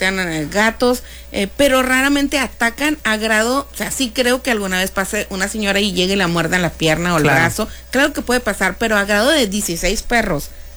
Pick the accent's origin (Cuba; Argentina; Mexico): Mexico